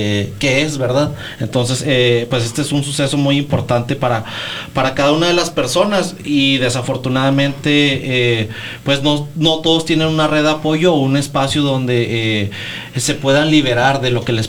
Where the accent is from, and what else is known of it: Mexico